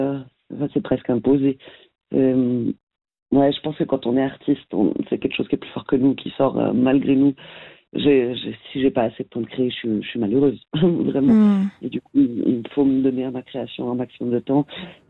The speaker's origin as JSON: {"language": "French", "region": "Geneva", "country": "Switzerland", "tie": "born or raised there", "said": "Je suis genevoise et toujours vécu à Genève, où le jardin botanique était."}